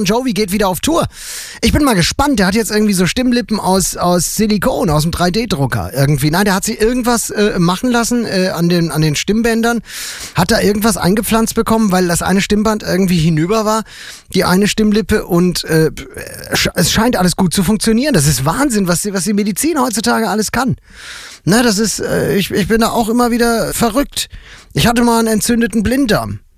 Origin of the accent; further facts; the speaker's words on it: Fulda, Hesse, Germany; das in Fulda auf dem Domplatz. Das Konzert der Konzerte, mein absolutes Jahreshighlight, weil es meine Heimat ist und weil es wahnsinnig groß wird.